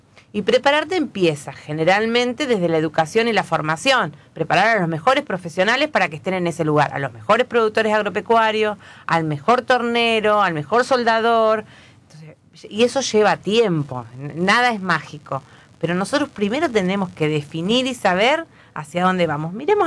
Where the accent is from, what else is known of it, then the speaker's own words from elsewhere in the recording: Argentina; me parece que nos falta adultez todavía como argentinos para pensar esos planes estratégicos a largo plazo